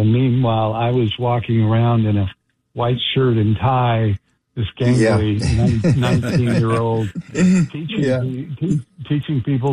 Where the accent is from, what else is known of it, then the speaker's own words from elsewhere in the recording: Bountiful, Utah, United States; now in New York, United States; Well, I grew up just outside Salt Lake City, Utah, in a little town called Bountiful, Utah.